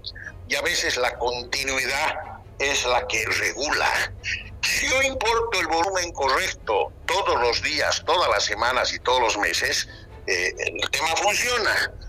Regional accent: Bolivia; como boliviano, como empresario

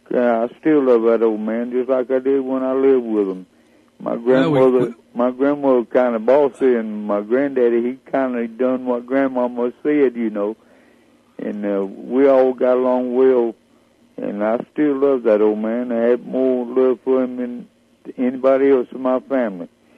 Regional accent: Covington, Georgia, United States; born there; also born or lived in Porterdale, Georgia / Griffin, Georgia; now in McDonough, United States; I was born down there in Covington, and Social Circle ain't very far over there.

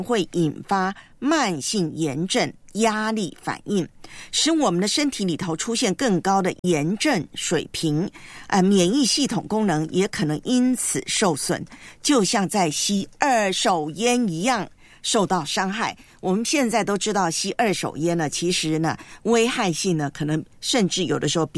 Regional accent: Taiwan; moved away; 的老家呢，我的故乡啊，台湾

